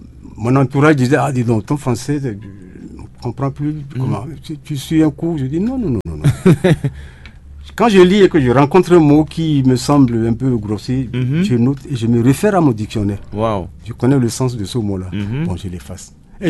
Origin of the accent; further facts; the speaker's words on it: Savalou, Collines, Benin; Je suis originaire de Savalou.